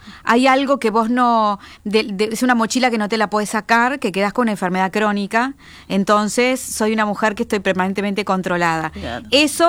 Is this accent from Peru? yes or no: no; Uruguay